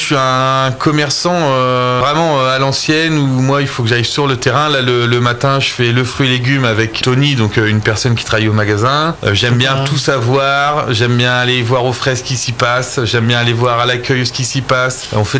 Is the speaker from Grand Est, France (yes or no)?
yes; Reims, Grand Est, France; Je suis natif de Reims.